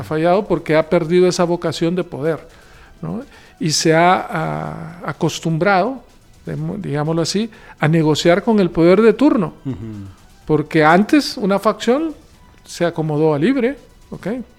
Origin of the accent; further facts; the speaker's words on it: Honduras; todos como hondureños